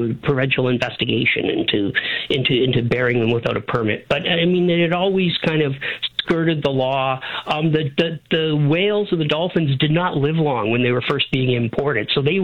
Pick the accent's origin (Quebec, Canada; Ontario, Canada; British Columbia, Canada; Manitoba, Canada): Ontario, Canada; Pelham; I grew up in Pelham